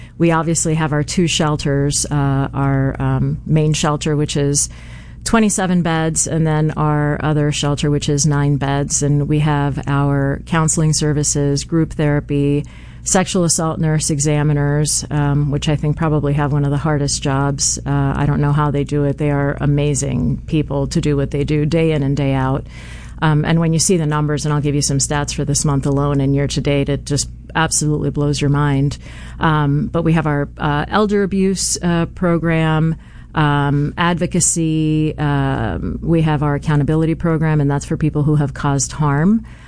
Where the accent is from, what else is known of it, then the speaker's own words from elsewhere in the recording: Miami, Florida, United States; moved away; I'm a Miami girl. I grew up in Miami.